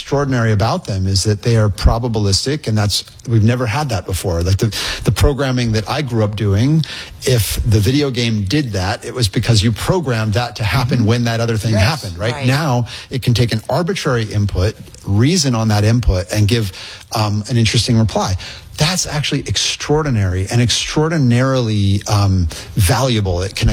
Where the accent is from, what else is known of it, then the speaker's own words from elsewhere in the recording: Indiana, United States; Look, I'm a skateboarder from Indiana.